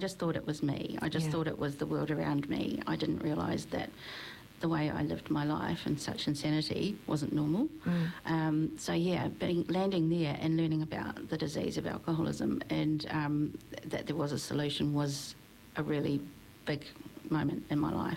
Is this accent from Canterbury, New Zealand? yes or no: no; Auckland, New Zealand; I'm from Auckland. Came down a couple of days ago for a visit to do some work.